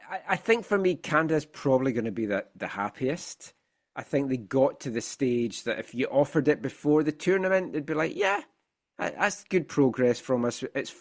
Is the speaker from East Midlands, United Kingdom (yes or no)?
no; Scotland, United Kingdom; I think being Scottish, the Scotland-Haiti game just pushes it over.